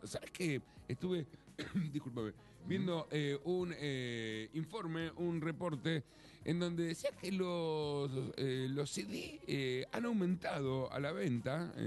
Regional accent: Argentina; Nosotros somos argentinos, imagínate.

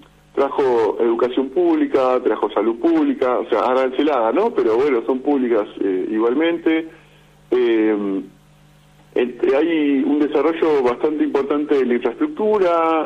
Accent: Buenos Aires, Argentina; yo soy un argentino promedio, que vivo en la capital federal

